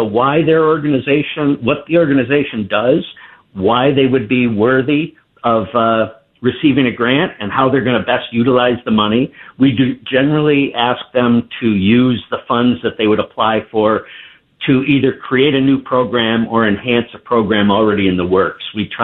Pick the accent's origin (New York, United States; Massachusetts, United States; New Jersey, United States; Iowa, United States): New York, United States; Holland; I grew up in the South Towns in a small town called Holland.